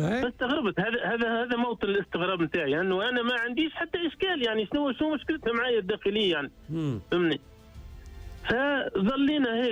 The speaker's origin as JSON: {"language": "Arabic", "country": "Tunisia", "moved": "as an adult", "lives_now": "Warsaw, Poland", "said": "وليت كيفاش نقولوا فيها بالتونسي"}